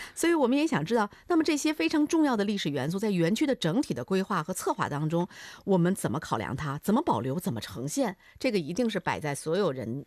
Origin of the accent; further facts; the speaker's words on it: Tianjin, China; 都和我们天津人的生活啊和往事啊有着息息的紧密的关联。